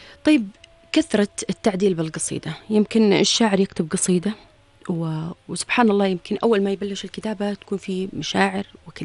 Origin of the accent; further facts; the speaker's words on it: Jordan; أنا مثلا كأردنية